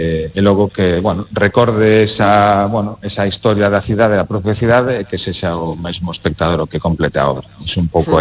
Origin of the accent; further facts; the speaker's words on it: Lugo, Galicia, Spain; Non estou en Lugo, non vivo en Lugo, xa fai moitos anos que saín de Lugo, pero son lucense, recordo Lugo